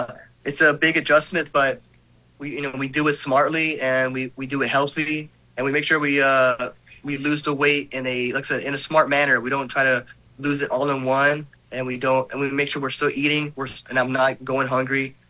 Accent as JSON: {"language": "English", "country": "Philippines", "tie": "born or raised there", "also_born_or_lived": "Korea", "moved": "yes", "lives_now": "United States", "said": "So I was born in Korea. Because my father was in the military, but I was raised in the Philippines for 4 years before I moved to the U.S."}